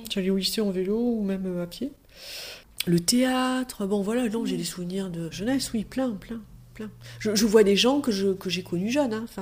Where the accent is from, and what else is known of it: Ussel, Nouvelle-Aquitaine, France; born or raised there; also born or lived in Bergerac / Étampes / Bordeaux